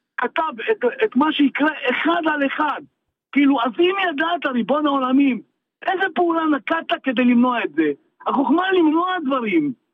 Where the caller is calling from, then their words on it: Yavne, Central District, Israel; אני גר ביבנה